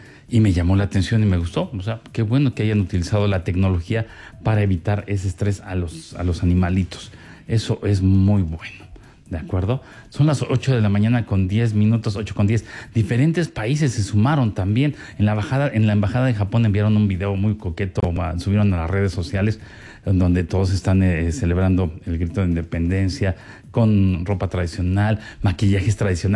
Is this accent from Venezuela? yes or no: no; Mexico; somos mexicanos y que nos reconocen en cualquier parte del mundo